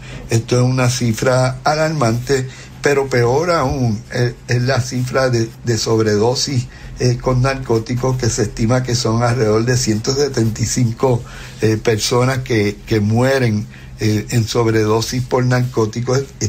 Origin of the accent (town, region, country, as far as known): Puerto Rico